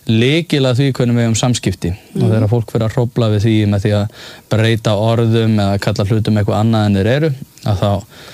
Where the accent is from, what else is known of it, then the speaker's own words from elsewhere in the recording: Reykjavík, Capital Region, Iceland; ég elst upp í Vesturbænum á samt fjölskyldu